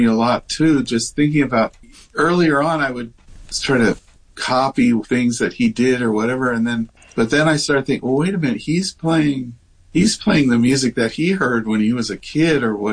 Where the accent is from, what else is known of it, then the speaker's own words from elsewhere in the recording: Denver, Colorado, United States; I grew up in Denver